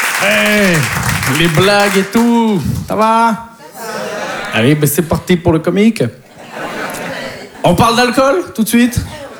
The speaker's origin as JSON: {"language": "French", "town": "Poitiers", "region": "Nouvelle-Aquitaine", "country": "France", "said": "Mais moi, en plus, je viens de Poitiers, donc il faut s'occuper."}